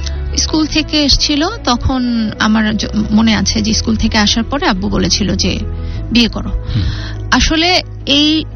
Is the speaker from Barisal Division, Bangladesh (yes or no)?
yes; Patuakhali, Barisal Division, Bangladesh; আমার দেশের বাড়ি পটুয়াখালী।